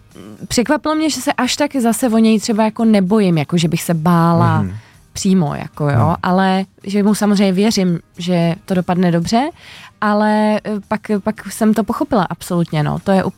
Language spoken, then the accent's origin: Czech; Prague, Czechia; Já jsem celoživotně Praha 6.